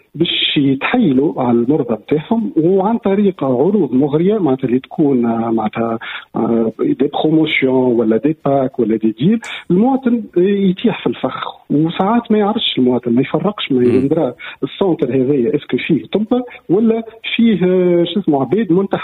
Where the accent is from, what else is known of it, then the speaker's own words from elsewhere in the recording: Tunisia; عندنا في تونس